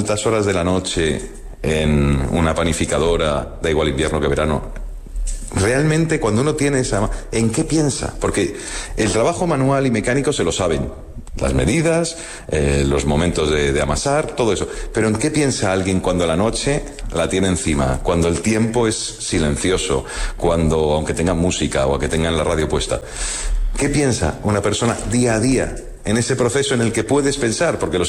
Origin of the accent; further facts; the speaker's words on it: Madrid, Community of Madrid, Spain; born there; Yo no he nacido en una zona de mar, porque nací en Madrid